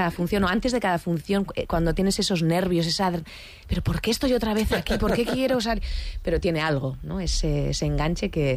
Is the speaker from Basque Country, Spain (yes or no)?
yes; San Sebastián, Basque Country, Spain; Yo soy de aquí, de Donosti, y actuar en el Antzokizarra para mí es sí estar en casa.